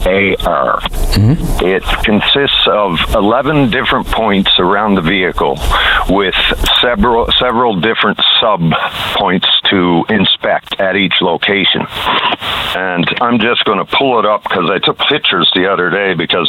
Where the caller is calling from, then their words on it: St. Anthony, Newfoundland and Labrador, Canada; This morning, I'm calling from St. Anthony.